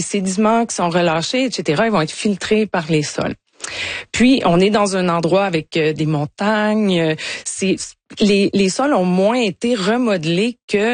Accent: Quebec, Canada; Puis, en passant, j'ai grandi en Gaspésie.

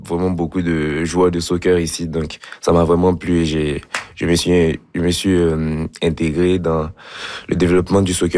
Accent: Côte d’Ivoire; étant donné que je viens de la Côte d'Ivoire, j'ai commencé à pratiquer ce sport depuis que je suis tout petit.

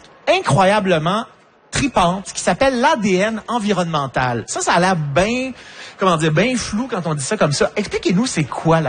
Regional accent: Montreal, Quebec, Canada; quand on vient de Montréal, pour nous, c'est comme pas mal la limite, mais quand on est en Abitibi, il y a du nord en haut, là.

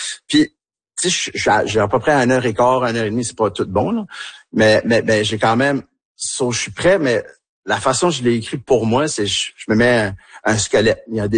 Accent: Tracadie, New Brunswick, Canada; also born or lived in Niagara Falls, Ontario; Je suis né en Ontario, à Niagara Falls, en Ontario, chez les anglophones, dans une famille francophone de parents très fiers acadiens qu'on n'a pas le droit de parler en anglais à la maison et ainsi de suite. À déménager en ruralité à Tracadie

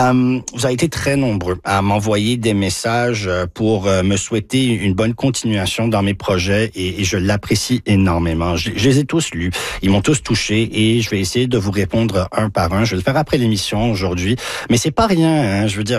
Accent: Toronto, Ontario, Canada; quand j'étais petit en grandissant en français à Toronto.

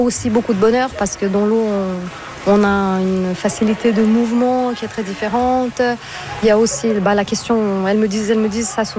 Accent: Brazil; Moi, je suis brésilienne à la base, donc quand je pense à l'Amazone, c'est trouble

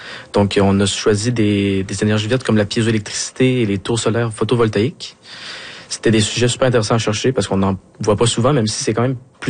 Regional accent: Matane, Quebec, Canada; Moi, j'étudie en sciences humaines aussi. Je viens de Matane.

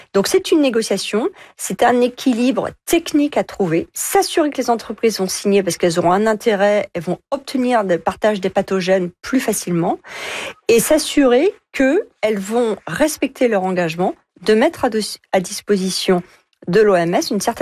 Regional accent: France

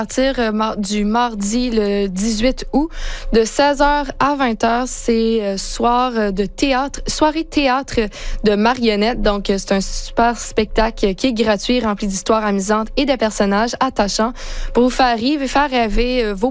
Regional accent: Moncton, New Brunswick, Canada; On dirait presque pas que je viens de Moncton, hein, quand est-ce que je parle en anglais.

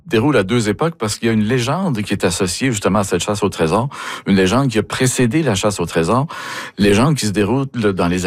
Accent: Moncton, New Brunswick, Canada; l'histoire commence dans la maison de mon enfance à Moncton, à Sunnybury

